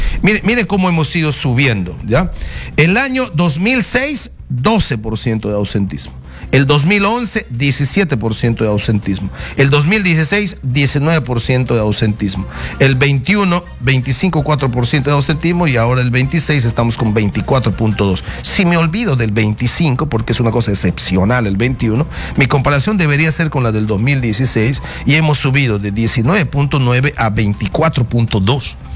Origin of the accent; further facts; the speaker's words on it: Loreto, Peru; mi región, Loreto